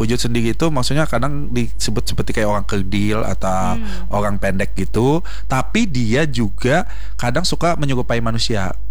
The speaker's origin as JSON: {"language": "Indonesian", "area": "Banjar", "region": "South Kalimantan", "country": "Indonesia", "said": "kebetulan saya orang Kalimantan loh."}